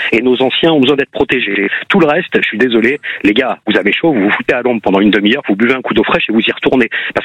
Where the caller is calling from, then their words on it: Grasse, Provence-Alpes-Côte d'Azur, France; je suis à Grasse